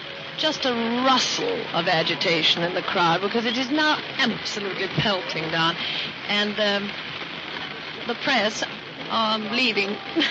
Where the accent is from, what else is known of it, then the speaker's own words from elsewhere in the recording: United Kingdom; being British